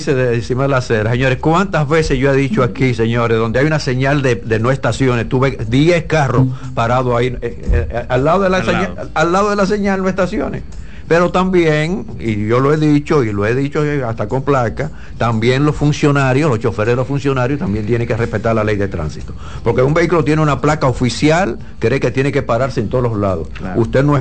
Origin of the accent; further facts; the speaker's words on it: Dominican Republic; esto es increíble lo que pasa en mi país